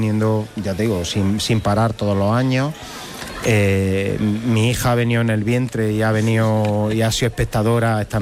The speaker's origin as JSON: {"language": "Spanish", "town": "Villanueva del Arzobispo", "region": "Andalusia", "country": "Spain", "said": "Yo vengo de un pueblo de Jaén, se llama Villanueva del Arzobispo, está colindando ya casi con Castilla-La Mancha"}